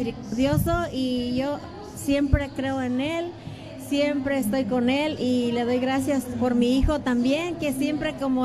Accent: Michoacán, Mexico; Ya soy de Michoacán, imagínese.

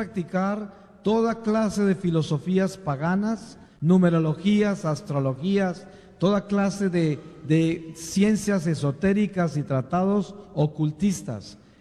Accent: Colombia; also born or lived in Bogotá; Yo nací en Colombia, en una población pequeña de cultivadores de café. Soy el número 6 de 10 hijos.

